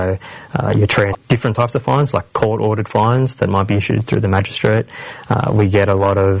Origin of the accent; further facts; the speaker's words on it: Sydney, New South Wales, Australia; I'm a proud Wiradjuri man. My family's from Cowra, but I was born and raised in Western Sydney.